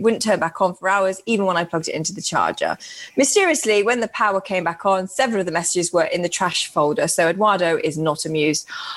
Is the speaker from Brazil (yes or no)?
no; Birmingham, West Midlands, United Kingdom; maybe I'm just going to, I'm from Birmingham